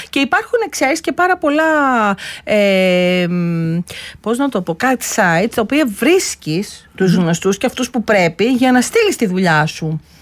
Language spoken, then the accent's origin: Greek; Greece; Και να μπορέσω να δώσω πραγματικά στην πατρίδα μου όσο καλύτερα και όσο είναι δυνατόν